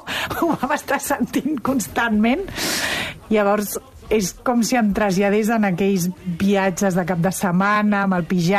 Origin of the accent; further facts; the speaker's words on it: Barcelona, Catalonia, Spain; Sí, nosaltres som de Barcelona ciutat.